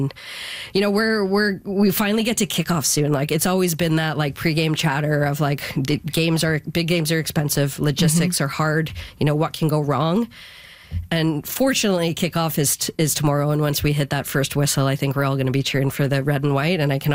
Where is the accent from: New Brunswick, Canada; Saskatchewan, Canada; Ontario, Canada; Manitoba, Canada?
Ontario, Canada; Oakville; I grew up in Oakville, Ontario, that had a big youth soccer club. I was near Toronto